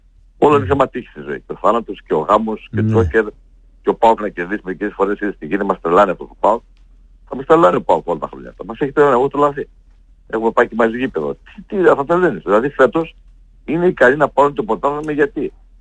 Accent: Kozani, Western Macedonia, Greece; now in Thessaloniki, Greece; ναι, εγώ ήρθα από Κοζάνη, ήρθα στα Θεσσαλονίκη, σε είδα, πήγαμε γήπεδο, εκπομπές, έμαθα πολλά από σένα

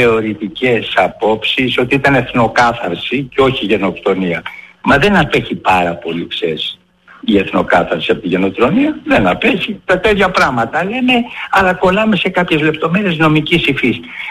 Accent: Greece; όλων ημών που δεν είμαστε ποντικής καταγωγής, είμαστε Έλληνες

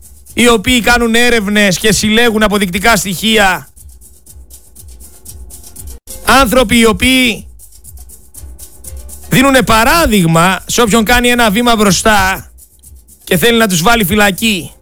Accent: Greece; Είμαι ένας Έλληνας πολίτης

